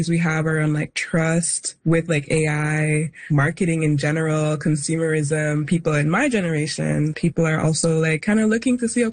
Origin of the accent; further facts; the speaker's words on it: Jamaica; I'm Jamaican. I know how to cook Caribbean food.